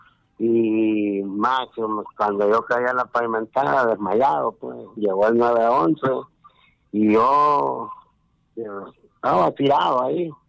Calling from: Honduras; de la Miramesur.

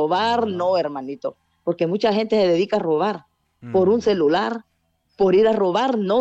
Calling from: Honduras; Todos los hondureños tenemos que echarle ganas.

